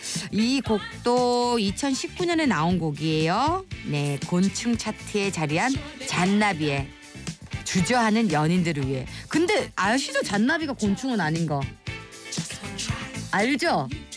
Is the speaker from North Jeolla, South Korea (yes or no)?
no; Busan, South Korea; moved away; 내 고향 부산이구나.